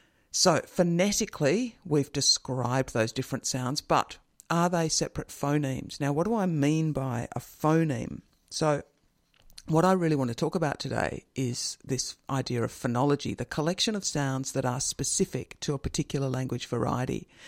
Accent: Australia; accent: general Australian; I first of all read it out myself in my general Australian accent

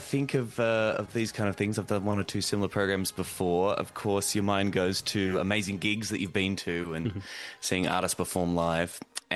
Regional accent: Warrnambool, Victoria, Australia; my hometown of Warrnambool in country Victoria

